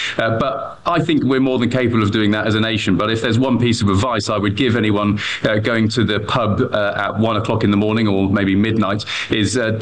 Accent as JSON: {"language": "English", "region": "England", "country": "United Kingdom"}